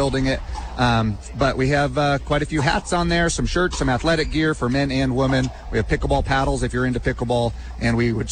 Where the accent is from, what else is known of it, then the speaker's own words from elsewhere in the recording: United States; we live in a country that's the best country in the history of the world, and we believe it is for a reason, and we're proud to live in this country.